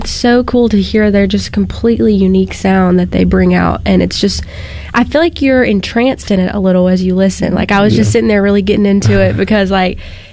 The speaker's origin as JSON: {"language": "English", "town": "Crystal Springs", "region": "Mississippi", "country": "United States", "tie": "born or raised there", "said": "I grew up in Crystal Springs, actually, so, you know, right over yonder, but I claim Jackson for the most part."}